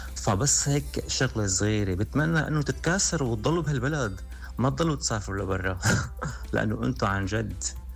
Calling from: Tartus Governorate, Syria; أنا من سوريا،

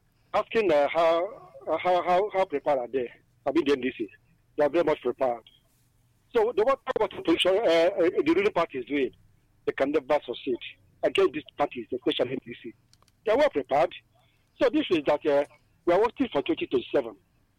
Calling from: Obunka, Anambra, Nigeria; I'm calling from Obunka, in Anambra State.

